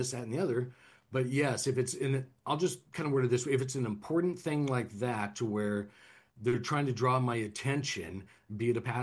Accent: California, United States; And I'm from California, and I've lived in all these states myself

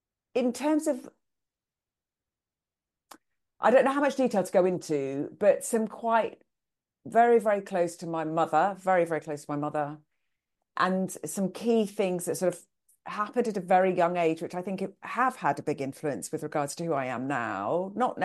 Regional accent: United Kingdom; now in United States; I come from the UK

